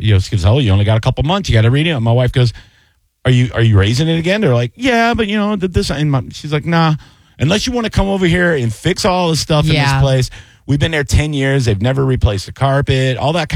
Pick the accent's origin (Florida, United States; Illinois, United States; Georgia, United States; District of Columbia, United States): Florida, United States; Tampa; the neighborhood I grew up in Seminole Heights was the ghetto when I was a kid. Now it's gentrified and it's like the place to be.